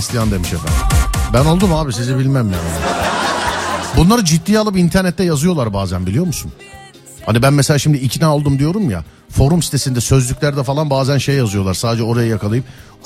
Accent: Trabzon, Turkey; … ben Trabzonluyum.

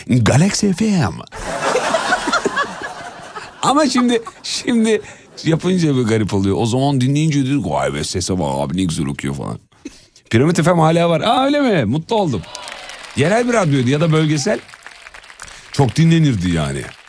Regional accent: İzmit, Kocaeli, Turkey; İzmit radyolarıyla büyüdüm abi, İzmitliyim ben yani.

